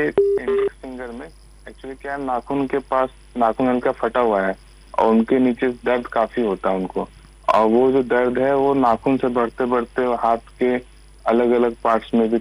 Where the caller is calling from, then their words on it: Chaibasa, Jharkhand, India; मैं चाईबासा से बोल रहा हूँ